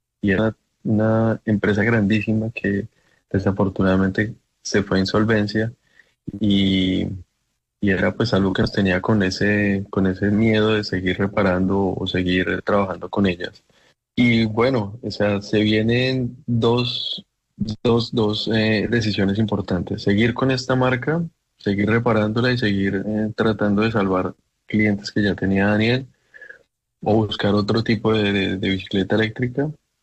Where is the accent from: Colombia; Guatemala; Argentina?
Colombia; now in Germany; Me gusta porque nosotros también somos así. Nosotros somos guerreros, el colombiano